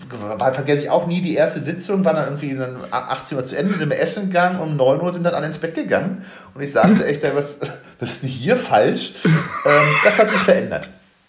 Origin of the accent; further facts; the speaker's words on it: Rhineland, Germany; ich glaube schon, dass ich das als Rheinländer so ein bisschen auch mitgeprägt habe.